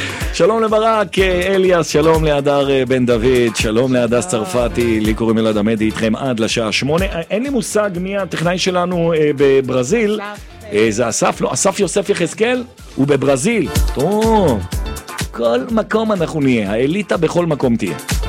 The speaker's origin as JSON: {"language": "Hebrew", "town": "Jerusalem", "region": "Jerusalem District", "country": "Israel", "said": "אני ימני, וגם מזרחי, וגם ירושלמי, וגם אוהד ביתר"}